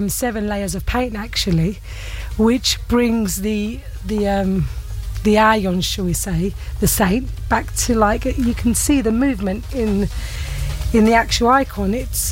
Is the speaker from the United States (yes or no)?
no; London, United Kingdom; now in Cyprus; Yes, I was born and raised in North London.